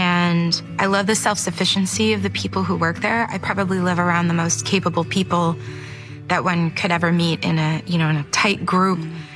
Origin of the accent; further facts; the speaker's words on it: Maine, United States; First time I ever thought to go swimming in January because I'm from Maine.